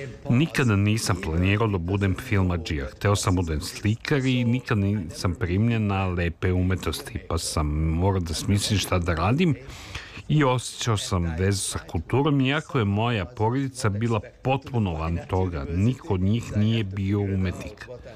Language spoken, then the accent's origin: Serbian; Hungary; Rođen sam i odrastao u Mađarskoj, to sovjetska doba i mnogo je futurističkih uspomena i loših uspomena.